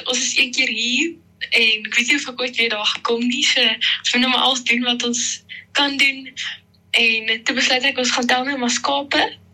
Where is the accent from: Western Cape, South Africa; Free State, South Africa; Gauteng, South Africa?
Free State, South Africa; Bloemfontein; Ek is van Bloemfontein. Ek kom van Oorkom Sentraal af en... Ja, ek het hier groot geword, my hele lewe lang hier gebly, en dis ek nou bykie by my vriendin kom kuier hier in Middelburg.